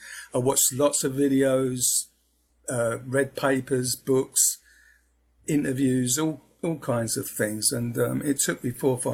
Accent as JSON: {"language": "English", "town": "Peckham", "region": "London", "country": "United Kingdom", "tie": "born or raised there", "said": "so I was brought up in Southeast London, Peckham."}